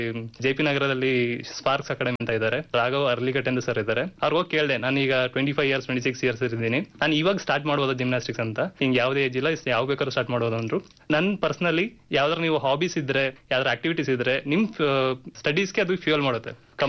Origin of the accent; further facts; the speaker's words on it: Srirangapatna, Karnataka, India; also born or lived in Mysore; ನಾನು ಮಂಡ್ಯ ಜಿಲ್ಲೆ ಶ್ರೀರಂಗಪಟ್ಟಣ ತಾಲೂಕು ಗಂಜಾಮ್ ಅಂತ ನನ್ನ ಊರು. ನಾನು ಆದರೆ ಸ್ಕೂಲಿಂಗು ಎಲ್ಲ ಮಾಡಿದ್ದು ಮೈಸೂರಲ್ಲೇ. ನಾನು ಫಸ್ಟ್ ಸ್ಟ್ಯಾಂಡರ್ಡ್ ಇಂದ ಹಿಡಿದು ಇಂಜಿನಿಯರಿಂಗ್ ಕಂಪ್ಲೀಟ್ ಮಾಡೋ ತನಕ ಮೈಸೂರೇ ಮಾಡಿದ್ದು ನಂದು.